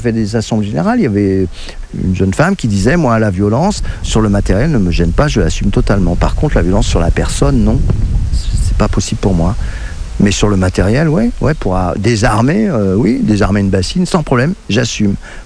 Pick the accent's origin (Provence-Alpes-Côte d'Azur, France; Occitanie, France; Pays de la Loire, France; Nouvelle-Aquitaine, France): Pays de la Loire, France; Saint-Nazaire; moi je viens de Saint-Nazaire en Loire-Atlantique